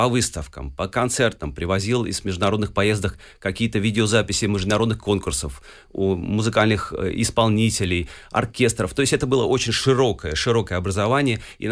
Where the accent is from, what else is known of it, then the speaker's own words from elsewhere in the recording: Saint Petersburg, Russia; also born or lived in Moscow; я родился действительно в Москве, но вырос в Санкт-Петербурге. Я коренной петербуржец, можно сказать.